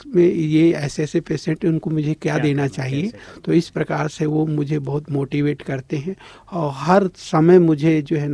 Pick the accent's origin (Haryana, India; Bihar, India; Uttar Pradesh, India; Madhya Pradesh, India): Madhya Pradesh, India; Jabalpur; मैं जबलपुर से बिलोंग करता हूँ